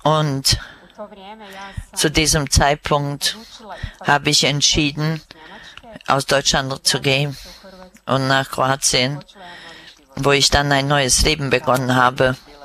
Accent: Kotor Varoš, Republika Srpska, Bosnia & Herzegovina; born there; German is a second language; Ich bin in Kotor Varosh in Bosnien geboren. Ich bin geboren in einer traditionellen katholischen Familie.

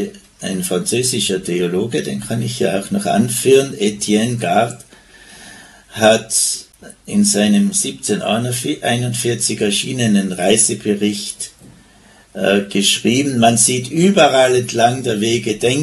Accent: Tyrol, Austria; wenn ich dann wieder in das Land, wo ich herstamme, komme, nach Tirol

